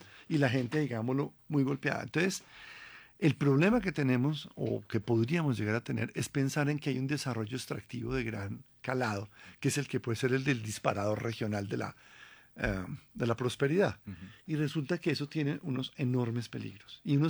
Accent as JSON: {"language": "Spanish", "country": "Colombia", "said": "Si nosotros como colombianos entendemos e interiorizamos, ajá, que llegará el momento en que tendremos que tributar para mantenerla."}